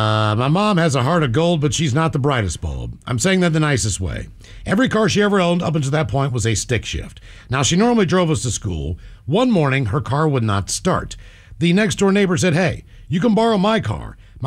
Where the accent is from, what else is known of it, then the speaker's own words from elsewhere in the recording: Seattle, Washington, United States; Alaska? She's like, is it really that dark in Seattle? I was like, yes.